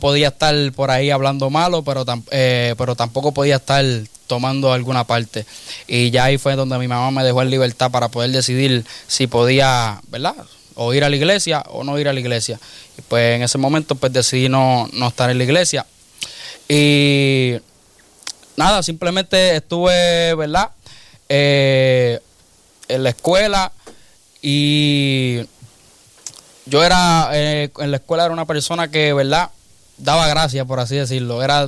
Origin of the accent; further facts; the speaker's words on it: Trujillo Alto, Puerto Rico; yo me crié y nací en Trujillo Alto. Toda mi vida he sido de Trujillo Alto. Nací en el residencial Nuestra Señora Covadonga.